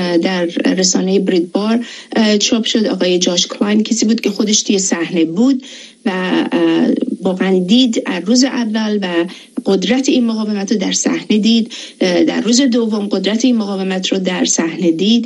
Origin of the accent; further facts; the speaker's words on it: Iran; به عنوان یک ایرانی